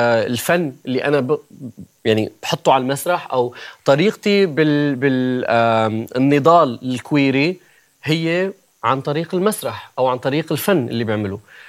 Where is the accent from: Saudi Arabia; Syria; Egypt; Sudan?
Syria; moved away; أحياناً بعرف عن نفسي كسوري، أحياناً بعرف عن نفسي للأسف كلاجئ، لأنه هي يعني مثل status.